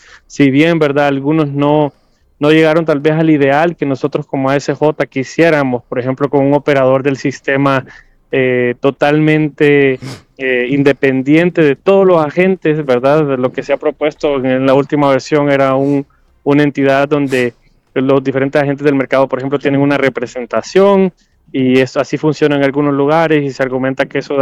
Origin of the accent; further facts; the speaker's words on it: Honduras; acá, vaya, como hondureños